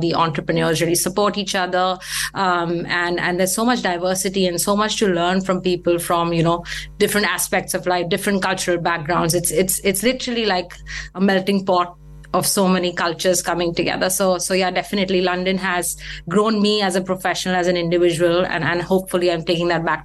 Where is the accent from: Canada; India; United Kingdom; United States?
India; New Delhi, Delhi; born or raised there; moved away as an adult